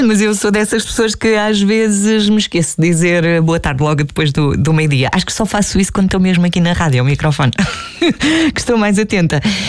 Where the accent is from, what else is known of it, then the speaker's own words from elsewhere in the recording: Leiria, Centro, Portugal; eu, que sou de Leiria